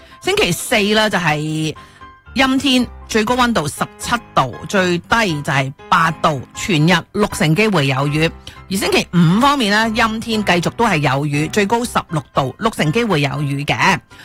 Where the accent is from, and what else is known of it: Guangdong, China